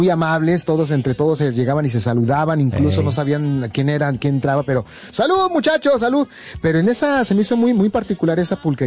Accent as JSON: {"language": "Spanish", "region": "Mexico City", "country": "Mexico", "said": "Para que no nos apedrien, sí, somos del DF, somos del DF."}